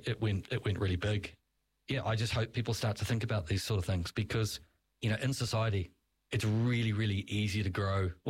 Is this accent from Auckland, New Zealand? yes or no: no; Clive, Hawke's Bay, New Zealand; I mean, as a child, I was born in Clive, Whakatū. I grew up at a place called the Prickle Patch, which is on the corner heading to Clive.